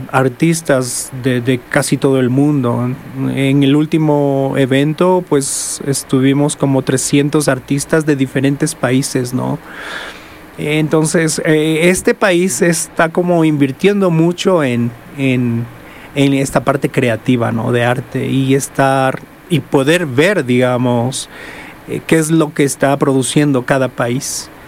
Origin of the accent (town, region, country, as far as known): Quito, Pichincha, Ecuador; born there; now in Cuenca, Ecuador